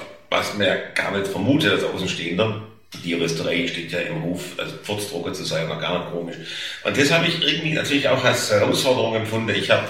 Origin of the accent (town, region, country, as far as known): Stuttgart, Baden-Württemberg, Germany; accent: Oxford Swabian